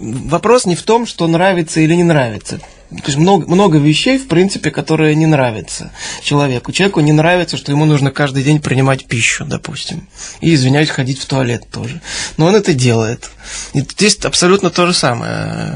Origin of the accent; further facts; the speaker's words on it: Saint Petersburg, Russia; я сам петербуржец